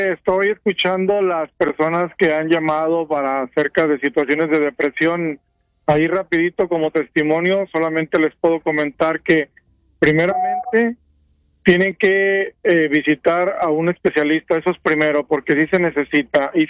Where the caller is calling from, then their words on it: Houston, Texas, United States; De Houston, Texas, padre.